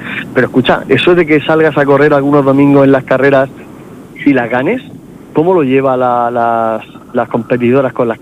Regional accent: Puerto Lumbreras, Region of Murcia, Spain; Como mujer, como deportista y como murciana, o como lumbrense, vecina de Puerto Lumbreras.

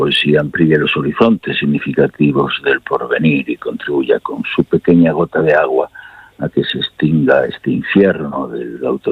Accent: Castile and León, Spain; de las montañas y de los ríos de mi tierra natal, de los Montes de León, en las fronteras con Galicia, en el Bierzo.

